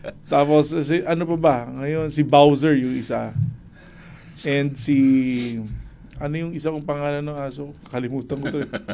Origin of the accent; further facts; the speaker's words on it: Central Luzon, Philippines; Sa amin sa Bulacan, mother-in-law ko, ang pangalan ng pusa, lahat Miming.